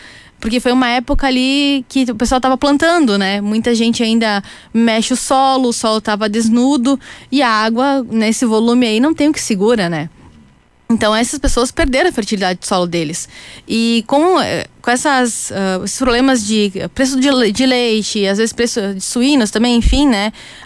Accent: Roca Sales, Rio Grande do Sul, Brazil; sou de Roca Salles, tá? Interior.

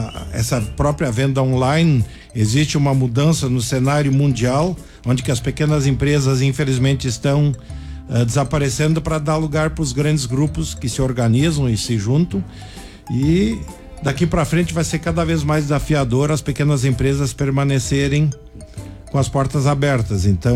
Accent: Cruzeiro do Sul, Rio Grande do Sul, Brazil; eu sou do interior do Cruzeiro do Sul, Picada São Gabriel. Atividade principal era filho de agricultores, né?

